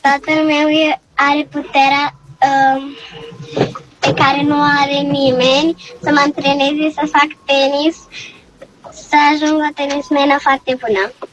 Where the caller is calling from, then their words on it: Bucharest, Romania; din București, am 8 ani